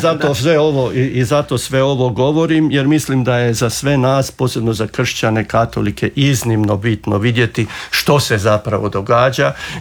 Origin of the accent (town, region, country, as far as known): Croatia